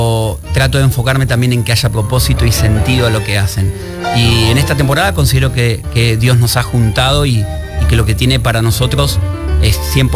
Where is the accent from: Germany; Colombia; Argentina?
Argentina; Buenos Aires Province; Bien porteño, aunque vivía a unos 40 minutos de lo que es la capital, pero pleno Buenos Aires.